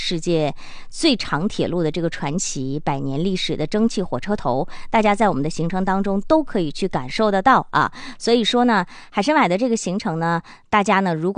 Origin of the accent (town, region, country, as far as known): Northeast China, China